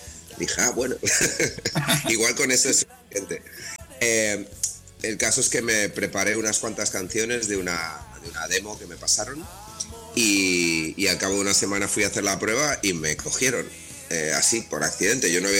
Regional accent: Reus, Catalonia, Spain; born there; es un cantante y compositor que nací en Reus, en Tarragona

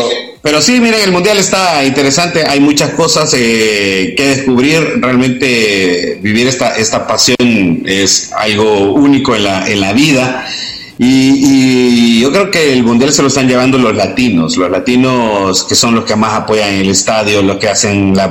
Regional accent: El Salvador; soy salvadoreño

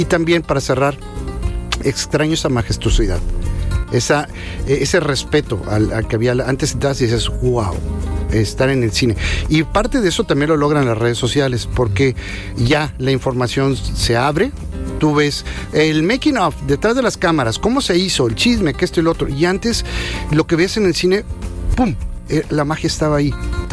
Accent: Ciudad Valles, San Luis Potosí, Mexico; moved away; yo vengo de Pueblo Chico, Valles, San Luis Potosí

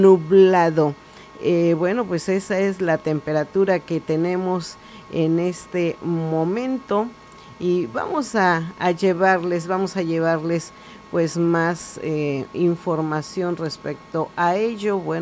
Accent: Guerrero, Mexico

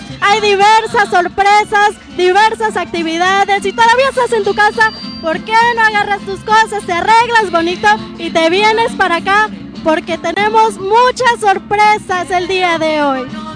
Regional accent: Mexico; No cabe duda que ser mexicano es una gran fortuna. A mí me encanta ser mexicana, me encanta nuestra cultura.

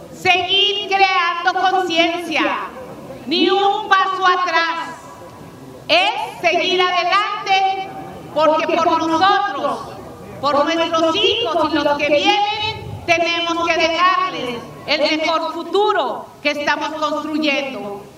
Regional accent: Coatzacoalcos, Veracruz, Mexico; Coatzacoalcos, mi tierra.

